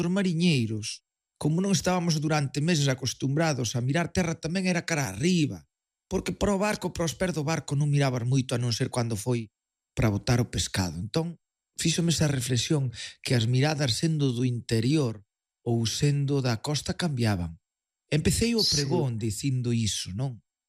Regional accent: Riós, Galicia, Spain; son do interior, son de Ríos, entre Agudiña e Verín, para situar un pouquiño e tal.

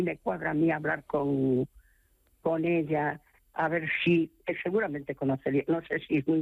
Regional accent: Vigo, Galicia, Spain; also born or lived in Villar de Rey; yo me crié aquí en Vigo.

